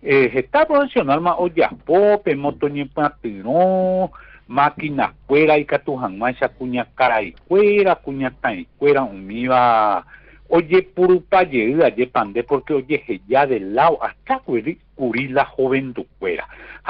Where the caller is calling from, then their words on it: San Pedro, Paraguay; como santaniano, como sanpedrano, como paraguayo, como colorado.